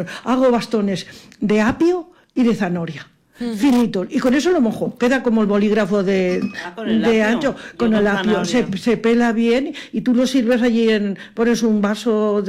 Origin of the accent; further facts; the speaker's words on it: Spain; Que con nosotros somos los españoles somos especiales, nos tomamos la tarde cuando queremos.